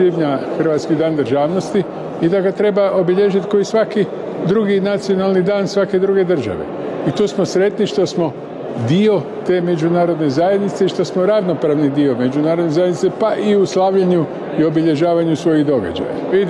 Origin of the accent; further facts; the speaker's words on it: Croatia; Mi kao Hrvati, mi to slavimo i mi to bilježimo na svoj poseban način